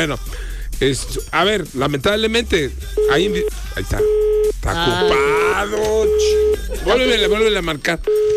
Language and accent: Spanish; Mexico